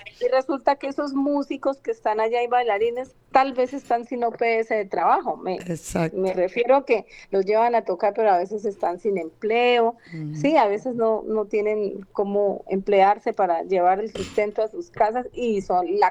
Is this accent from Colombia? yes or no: yes; Llanos Orientales, Colombia; Yo también me puse el mío porque somos llaneras.